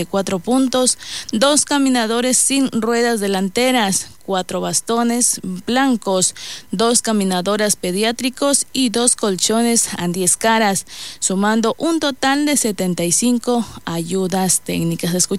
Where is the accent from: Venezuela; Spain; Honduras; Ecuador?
Ecuador; estamos como ecuatorianos muy emocionados